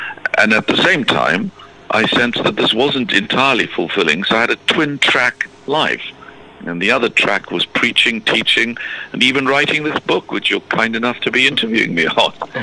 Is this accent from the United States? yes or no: no; South Africa; moved away as an adult; Well, I grew up in South Africa, went to university there, studied law and philosophy.